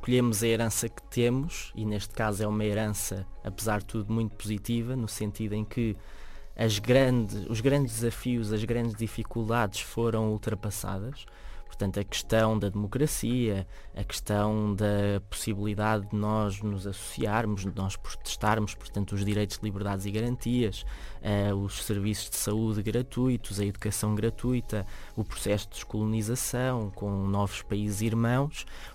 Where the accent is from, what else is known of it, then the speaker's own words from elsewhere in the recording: Beira Alta, Portugal; O português no Alentejo ou mesmo na Beira Alta, que eu sou beirão, sei bem do que falo